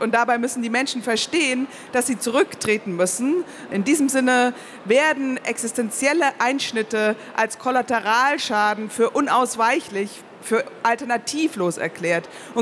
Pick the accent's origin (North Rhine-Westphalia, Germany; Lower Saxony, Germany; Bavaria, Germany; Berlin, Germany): Bavaria, Germany; Nuremberg; Ich bin in Nürnberg aufgewachsen